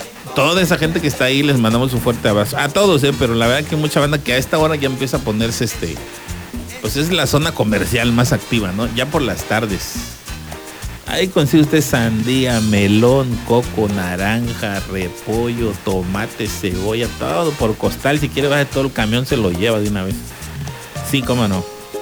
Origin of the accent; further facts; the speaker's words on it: Tapachula, Chiapas, Mexico; los que somos aquí oriundos de Tapachula, pues nos gusta vivir aquí, nos gusta la ciudad, nos gusta el calor, aunque digamos, ay, harto calor aquí. Ya nacimos aquí, muchachos.